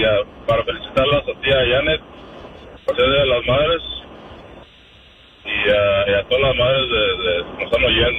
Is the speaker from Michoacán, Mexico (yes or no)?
yes; Michoacán, Mexico; todos los maristas también de mi tierra, de Michoacán.